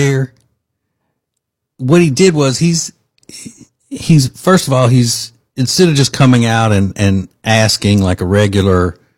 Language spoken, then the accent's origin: English; Louisiana, United States; now in Charlotte, United States; Louisiana is my home state. I live in Charlotte, have for about 26, 27 years, but I grew up in Louisiana.